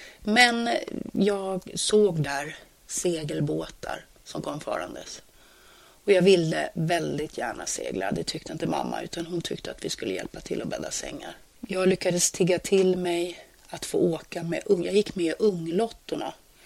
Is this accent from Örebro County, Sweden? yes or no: no; Högdalen, Stockholm County, Sweden; Född i Högdalen. Uppvuxen i Högdalen. Jag är faktiskt född hemma på Skebokvarnsvägen i lägenheten.